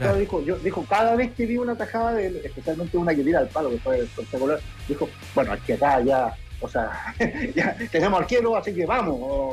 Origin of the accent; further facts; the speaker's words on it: Chile; uno como chileno dice